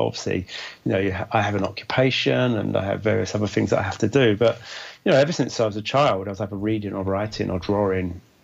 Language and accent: English; London, United Kingdom; I grew up in London, and that's what I know. I know East London, West London, Central London, South London.